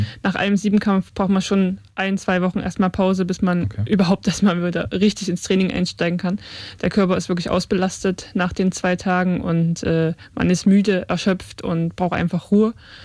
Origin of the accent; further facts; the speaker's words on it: Chemnitz, Saxony, Germany; born there; now in Leipzig, Germany; Ich bin noch in der DDR geboren und in Karl-Marx-Stadt.